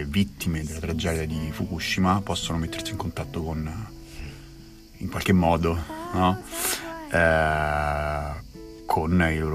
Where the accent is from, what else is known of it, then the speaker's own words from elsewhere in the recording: Rome, Lazio, Italy; Io sono di Roma, quindi i primi due colori che mi vengono in mente è giallo e rosso.